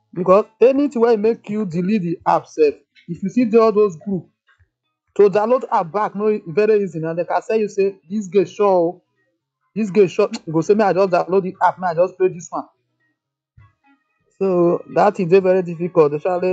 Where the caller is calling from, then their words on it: Lagos, Nigeria; I'm calling you from Alaba.